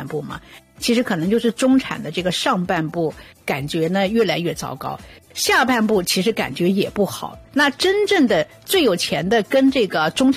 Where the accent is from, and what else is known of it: Canada